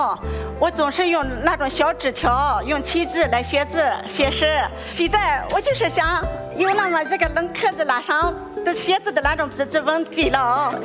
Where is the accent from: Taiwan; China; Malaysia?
China; Minqin, Gansu; 我是来自甘肃省民勤县这个沙漠中的小村庄，